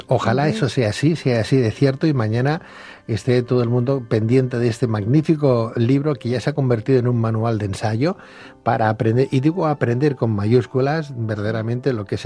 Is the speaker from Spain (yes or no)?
yes; Aragon, Spain; ¿Qué le vamos a hacer? Soy maño.